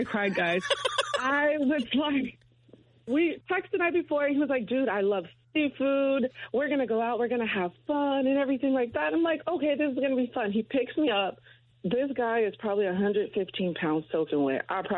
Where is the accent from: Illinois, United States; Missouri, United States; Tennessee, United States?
Illinois, United States; Chicago; now in Texas, United States; So I am originally from Chicago, and I moved to Texas.